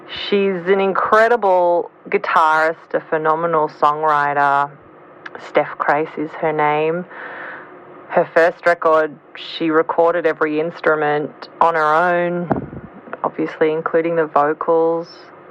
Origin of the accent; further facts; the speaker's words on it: Melbourne, Victoria, Australia; So that is my hometown hero … from Melbourne, Australia.